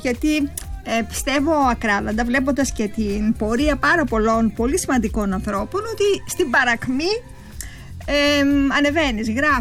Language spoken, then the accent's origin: Greek; Drama, Eastern Macedonia and Thrace, Greece; Είμαι από τη Δράμα.